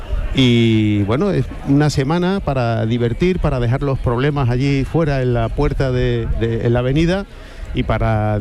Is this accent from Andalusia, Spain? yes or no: yes; Algar, Andalusia, Spain; Mi pueblo es Algar